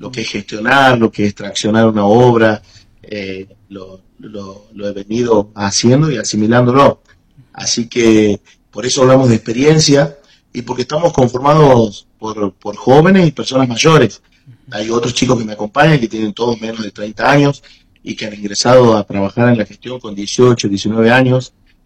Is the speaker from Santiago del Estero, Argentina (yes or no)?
yes; Pinto, Santiago del Estero, Argentina; soy oriundo de Pinto, nacido y criado aquí.